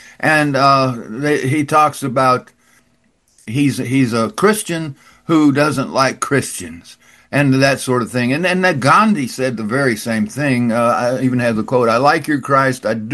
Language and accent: English; Texas, United States; Now, I'm a Texan.